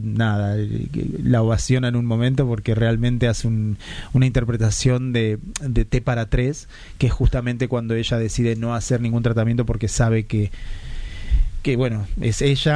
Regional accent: Córdoba, Argentina; Somos 9 y medio, porque yo como soy cordobés, sí.

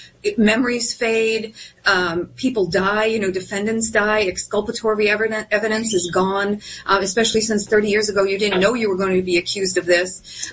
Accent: United States; It's deeply concerning as an American to watch this happen.

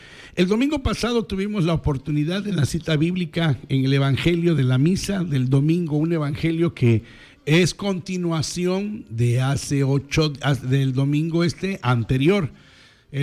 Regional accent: Mexico; Yo sé que a lo mejor como buen mexicano dejamos todo a lo último

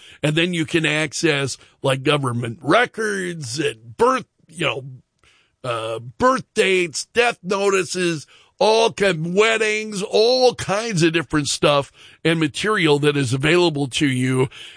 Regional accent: Sioux Falls, South Dakota, United States; My folks are both from Sioux Falls. This is my hometown.

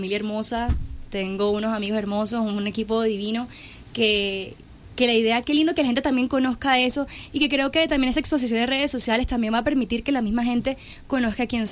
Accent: Barranquilla, Atlántico, Colombia; la barranquillera, de verdad, uno aprende primero a bailar.

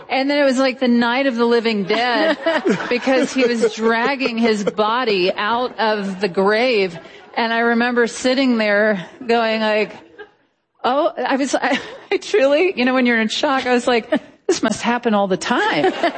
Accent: Mississippi, United States; When my stepfather passed away, we were burying him in Mississippi, in my hometown, and my whole family, everybody was there.

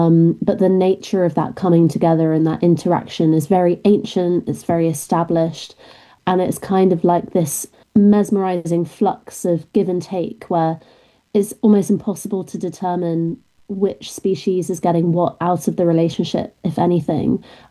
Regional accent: Devon, South West England, United Kingdom; also born or lived in Augusta, Georgia, United States; I was brought up in a really beautiful part of England in a county called Devon in the southwest near the coast.

